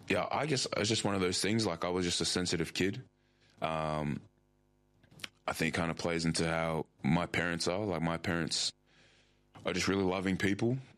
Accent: Perth, Western Australia, Australia; I grew up in Mullaloo, like Joondalup. And I've lived there. I still live there now. I'm still in my family home at the moment, with my parents. But yeah, that's where I grew up.

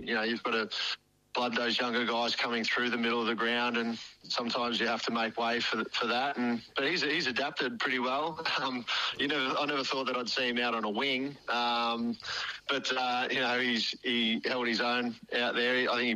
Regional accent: Albury, New South Wales, Australia; growing up in the country, I grew up in Albury, and you know, football was a big part of my childhood.

